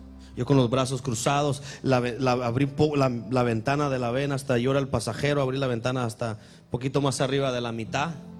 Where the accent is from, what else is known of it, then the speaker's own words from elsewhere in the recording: Durango, Mexico; soy de Durango. Y a los de Durango, cuando se nos sube la alacrán a la cabeza, cuidado.